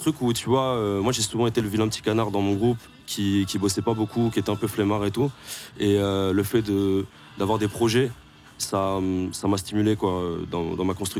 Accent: Metz, Grand Est, France; Moi, je suis un mec de Metz. On est frontalier avec la Belgique. On vient de Bassin-Minier tous les deux. On est blanc, on vient d'une classe sociale moyenne

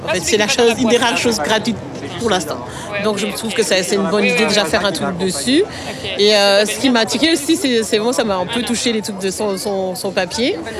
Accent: Brussels, Belgium; Ah, ben, j'ai grandi à Bruxelles, hein.

